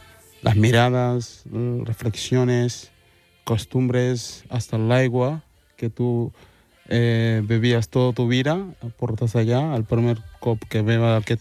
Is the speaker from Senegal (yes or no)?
yes; Dakar, Senegal; now in Spain; Tenim projectes de cooperació a Yembol, que és d'on soc, de los barrios de Dakar.